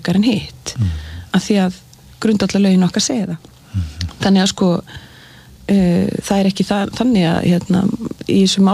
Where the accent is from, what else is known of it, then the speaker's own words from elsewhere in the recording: Reykjavík, Capital Region, Iceland; born there; Ég fædd í Reykjavík, en þegar ég fæðist þá búa foreldrar mínir á Hvammstanga.